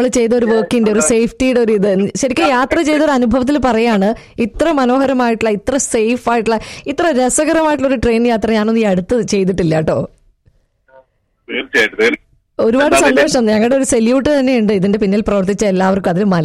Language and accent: Malayalam; Nileshwaram, Kerala, India; now in United Arab Emirates; ഞാൻ നീലേശ്വരത്ത്.